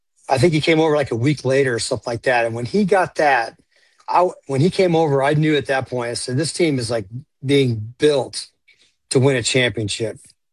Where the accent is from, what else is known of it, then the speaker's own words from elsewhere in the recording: Clearwater, Florida, United States; I grew up in Clearwater, so I got to see them play a lot.